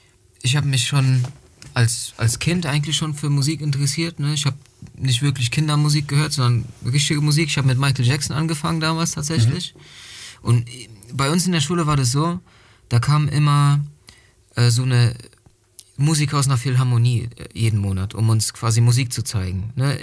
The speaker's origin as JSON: {"language": "German", "town": "Wałbrzych", "region": "Lower Silesian Voivodeship", "country": "Poland", "tie": "born or raised there", "moved": "yes", "said": "Also die Schule war in Polen. Ich bin in Polen aufgewachsen, in Wałbrzych."}